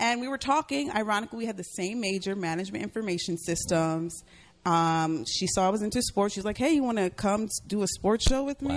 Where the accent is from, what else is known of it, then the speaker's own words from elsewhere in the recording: Jamaica; now in United States; Because speaking of being Jamaican, I work a whole 9-to-5 in education.